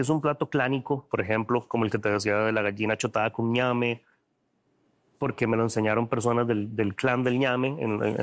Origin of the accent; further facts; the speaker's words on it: Costa Rica; para nosotros como costarricenses